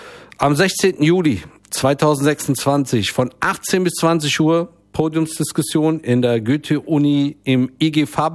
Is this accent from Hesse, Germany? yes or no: yes; Frankfurt, Hesse, Germany; Und das sage ich als gebürtiger Frankfurter, der aus diesem Dorf irgendwie nie rausgekommen ist, so wirklich.